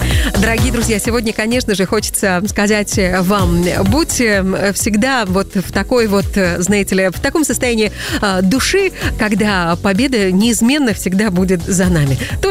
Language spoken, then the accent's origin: Russian; Brest, Brest Region, Belarus; Мы белорусы, мы брещане